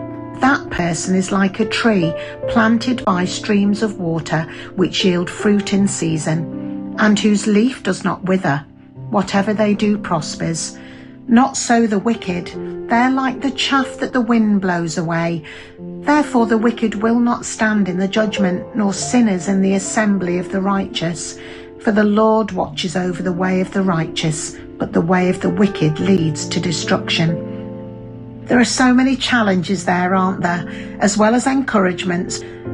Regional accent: Leeds, Yorkshire and the Humber, United Kingdom; from Leeds

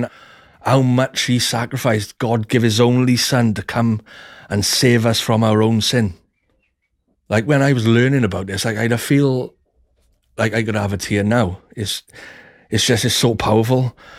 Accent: Ebbw Vale, Wales, United Kingdom; I'm from Ebervale, South Wales.

